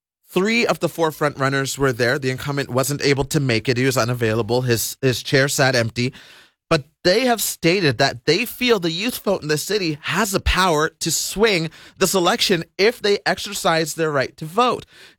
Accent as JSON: {"language": "English", "town": "Ottawa", "region": "Ontario", "country": "Canada", "tie": "born there"}